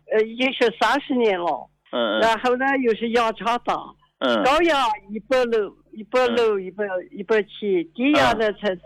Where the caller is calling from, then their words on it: Yunnan, China; 我是云南的。